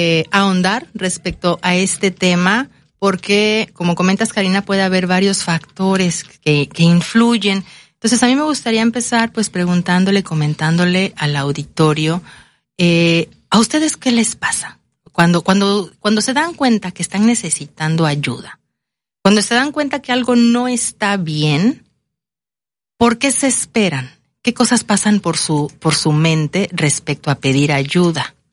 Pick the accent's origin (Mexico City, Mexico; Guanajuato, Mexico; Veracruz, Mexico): Veracruz, Mexico